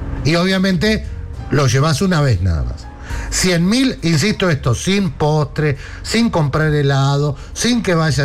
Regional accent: Argentina; de los 50 millones casi que somos la Argentina

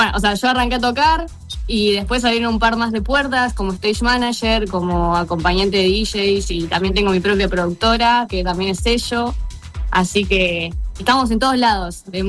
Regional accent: Bahía Blanca, Buenos Aires Province, Argentina; Soy de Bahía Blanca, a 750 kilómetros.

